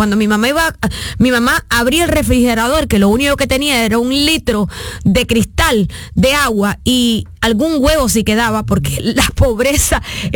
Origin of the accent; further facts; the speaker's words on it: Cuba; moved away; soy una cubana de corazón internacional